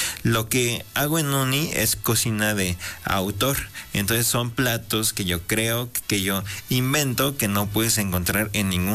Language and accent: Spanish; Mexico; Hasta el momento soy el único mexicano que lo ha podido ganar.